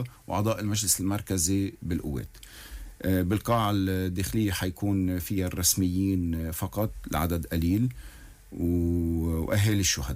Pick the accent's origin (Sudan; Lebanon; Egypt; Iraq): Lebanon; نحنا كلبنانيين عنا إشياء نحنا نعملها بالداخل